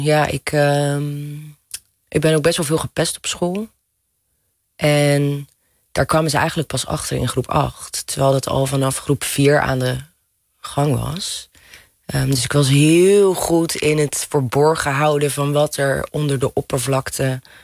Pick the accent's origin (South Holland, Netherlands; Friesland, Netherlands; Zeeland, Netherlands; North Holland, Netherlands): Zeeland, Netherlands; Goes; also born or lived in Borssele; Ik ben geboren in Goes. Het eerste jaar van mijn leven heb ik in Borselen gewoond. Toen zijn we naar Goes verhuisd.